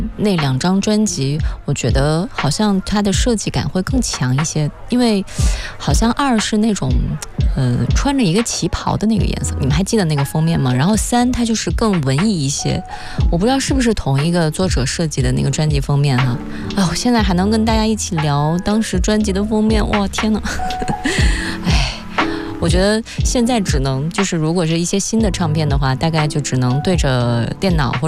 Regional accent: Nantong, Jiangsu, China; moved away; 像我的老家南通

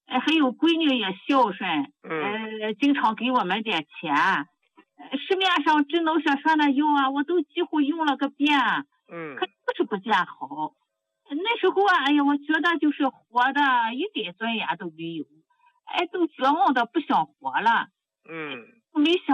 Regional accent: Tianjin, China; 我是天津的，老听众了

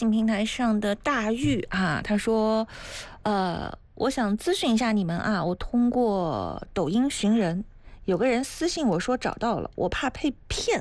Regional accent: Anhui, China; 我们安徽人

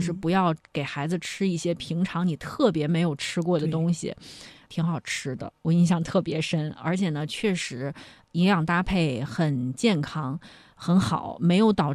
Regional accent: Zhengzhou, Henan, China; moved away; 我老家是河南郑州，我们那儿其实是以面食为主

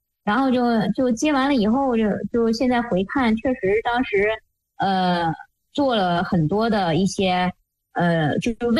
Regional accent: Dalian, Liaoning, China; 因为我是东北人嘛，我是那个辽宁大连，

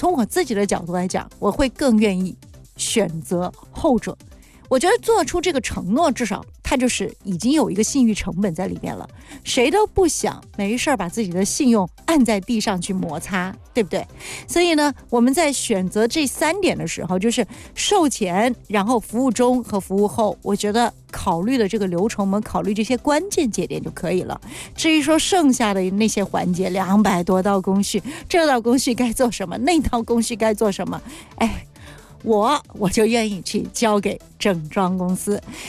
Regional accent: China

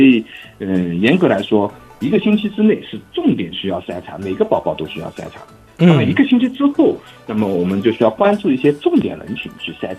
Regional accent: China; 尤其在我们中国人，就汉族人里面或者在我们亚洲人群里面特别普遍

